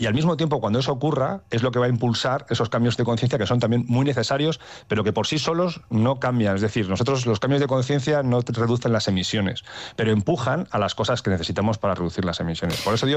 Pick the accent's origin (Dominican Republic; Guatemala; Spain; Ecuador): Spain; Castile and León; en mi pueblo, que es la provincia de Burgos, hay muchísimos molinos